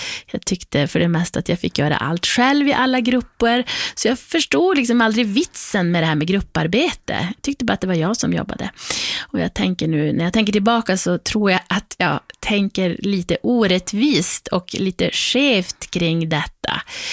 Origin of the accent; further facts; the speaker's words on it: Arvidsjaur, Norrbotten County, Sweden; Min pappa som var fotbollstränare för damlaget hemma i Arvidsjaur där jag växte upp, han hade lite förhoppningar